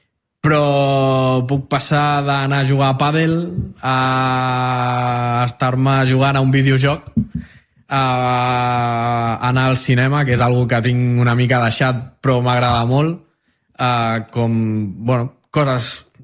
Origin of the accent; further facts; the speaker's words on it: Maçanet de la Selva, Catalonia, Spain; A part, jo sóc de Massanet.